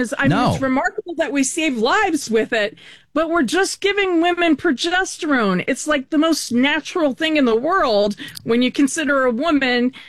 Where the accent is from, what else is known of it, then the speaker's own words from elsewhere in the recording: New York, United States; Right, because I'm from New York, so everything, it's New York, California and stuff in between.